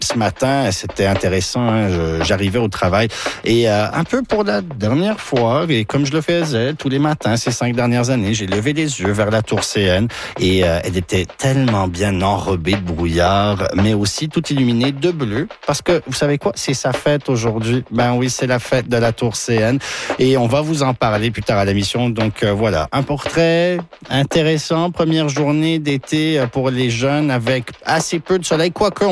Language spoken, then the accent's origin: French; Toronto, Ontario, Canada; Moi, j'ai grandi à Toronto. Je suis là depuis 96